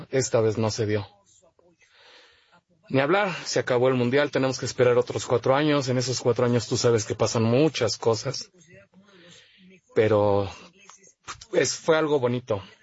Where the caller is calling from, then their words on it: State of Mexico, Mexico; del Estado de México.